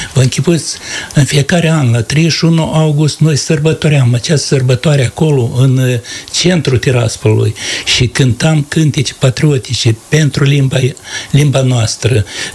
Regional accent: Transnistria, Moldova; first language Romanian; pentru noi, cei din stânga Nistrului, limba română este totul

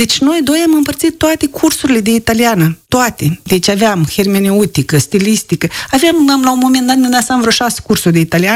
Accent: Moldova; a văzut că sunt doi oameni din Moldova

